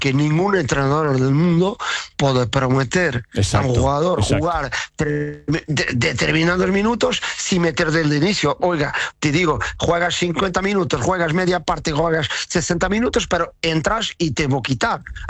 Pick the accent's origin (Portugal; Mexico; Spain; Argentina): Portugal; Spanish is a second language; nosotros portugueses vamos a cualquier rincón del mundo y decimos que somos de Portugal y la gente y sabe que es del país de Cristiano